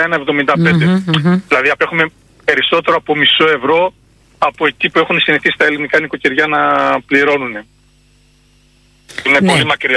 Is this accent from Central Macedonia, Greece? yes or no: yes; Serres, Central Macedonia, Greece; Εγώ είμαι από τις Έρες